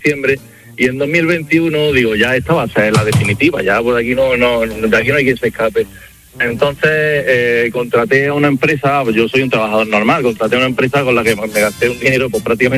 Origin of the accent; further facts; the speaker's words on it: Granada, Andalusia, Spain; Yo soy de Granada y salimos de un sitio que seguramente conocerás bien, que es el Mirador de San Miguel Alto.